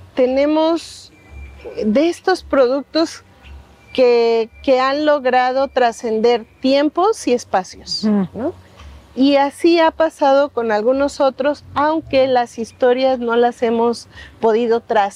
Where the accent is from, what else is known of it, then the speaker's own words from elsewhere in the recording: Veracruz, Mexico; Lo aprendí porque mi cultura, mi familia, venimos de la Huasteca Veracruzana, sí, y ahí nos decían